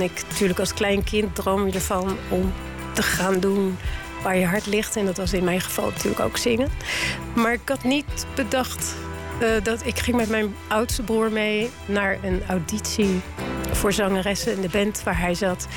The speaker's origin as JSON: {"language": "Dutch", "town": "The Hague", "region": "South Holland", "country": "Netherlands", "tie": "born or raised there", "said": "ik ben echt Haagse."}